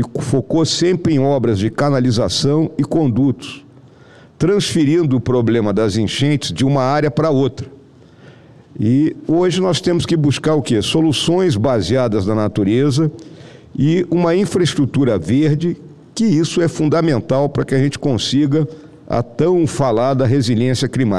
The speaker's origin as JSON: {"language": "Portuguese", "region": "Rio Grande do Sul", "country": "Brazil", "said": "tanto lá no meu estado do Rio Grande do Sul e também lá em Santa Catarina"}